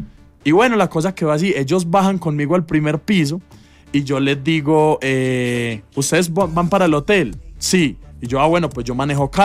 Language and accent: Spanish; Sonsón, Antioquia, Colombia; moved away; soy de Sonsón, no, me quiero morir en Sonsón y que me entierren.